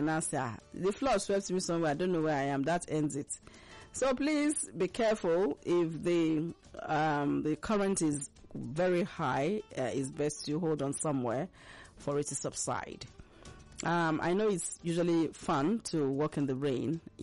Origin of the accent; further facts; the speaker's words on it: Akwa Ibom, Nigeria; I am a Nigerian. Forget the fact that I hail from Akwa Ibom, I got married somebody from Abia.